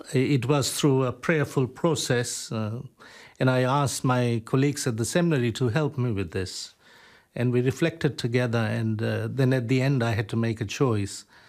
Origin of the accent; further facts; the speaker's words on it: Fiji; moved away; I'm not from Kiribati. I'm born in Fiji. I was brought up in Fiji.